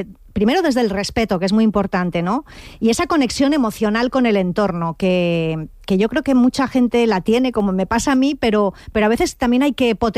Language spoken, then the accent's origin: Spanish; Valencian Community, Spain; los que somos de aquí, de la Comunidad Valenciana.